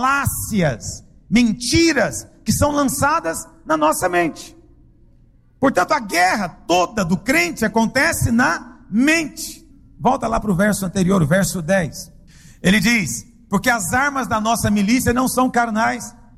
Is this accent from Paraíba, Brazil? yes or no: no; Goiânia, Goiás, Brazil; De onde você é? Ah, sou de Goiânia.